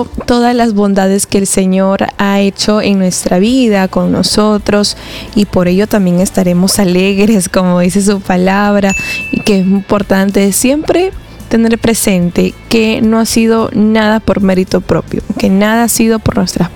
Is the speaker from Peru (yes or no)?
yes; Peru; nuestro amado Perú